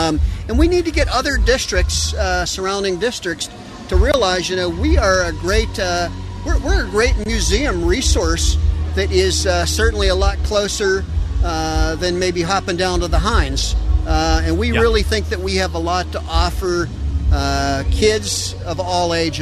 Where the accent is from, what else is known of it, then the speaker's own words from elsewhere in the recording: McKeesport, Pennsylvania, United States; I loved growing up in McKeesport. I loved going to McKeesport School District.